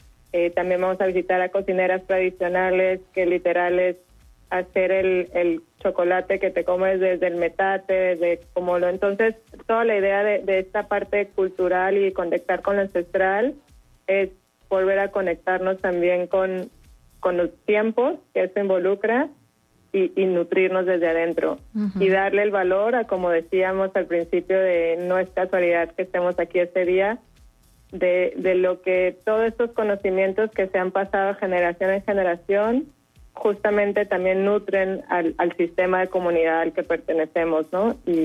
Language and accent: Spanish; Ensenada, Baja California, Mexico; yo crecí en Ensenada, que también son países, son ciudades, digamos, regiones mucho más nuevas.